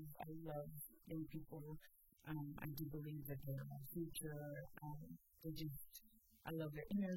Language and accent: English; Dallas, Texas, United States; now in Farmington, United States; I'm from Dallas, a former transplant to Farmington.